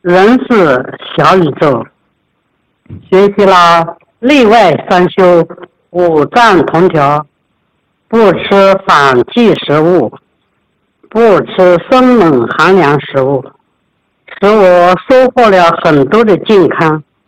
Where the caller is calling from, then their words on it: Xuancheng, Anhui, China; 我是来自安徽宣城的一名学员。